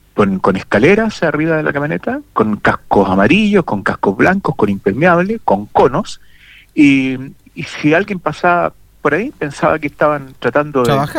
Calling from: Valparaíso, Chile

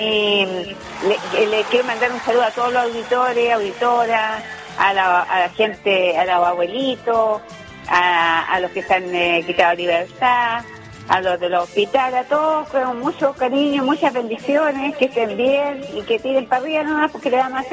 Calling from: Linares, Maule, Chile; De Linares.

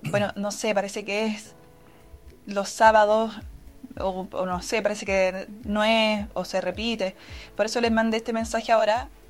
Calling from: Santiago, Santiago Metropolitan Region, Chile; Yo soy de Santiago.

